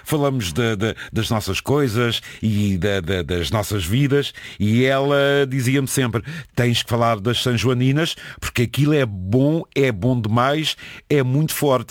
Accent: Porto, Norte, Portugal; Também, eu sou do Porto

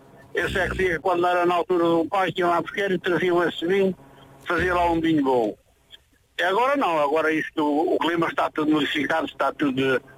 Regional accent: Oleiros, Castelo Branco, Portugal; Eu sou de Oleiros, da Beira Baixa.

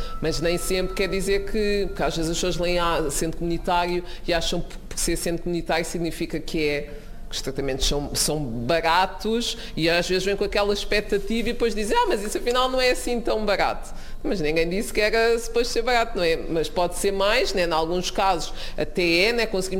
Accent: Amora, Setúbal, Portugal; also born or lived in England; Os meus pais são de Cabo Verde, mas eu nasci aqui na Amora, nasci aqui perto, cresci aqui. E então depois tive uns anos em Inglaterra, depois de acabar o curso, e voltei em 2011

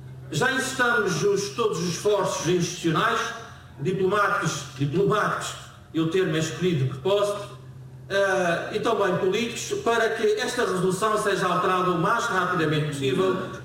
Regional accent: Azores, Portugal; aquilo que é o esquecimento dos açorianos enquanto portugueses. Nós não somos portugueses de segunda nem de terceira

